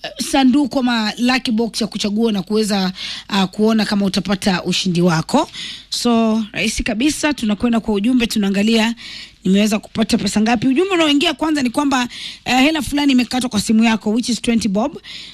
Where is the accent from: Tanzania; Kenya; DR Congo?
Kenya; Rift Valley; Hata mimi ni mukale … hata mimi natoka Rift Valley.